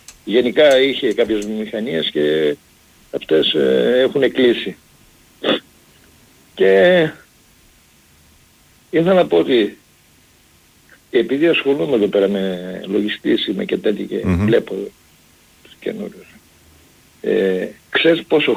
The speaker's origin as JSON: {"language": "Greek", "town": "Gambiki", "region": "Epirus", "country": "Greece", "tie": "born or raised there", "said": "Κάποτε είχε και το χωριό μου, Γαμπίκη λέγεται, είχε δήμο."}